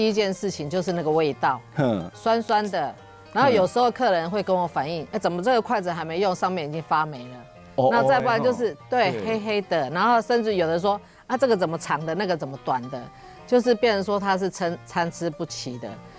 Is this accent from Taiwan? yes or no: yes; Taiwan; 我们台湾人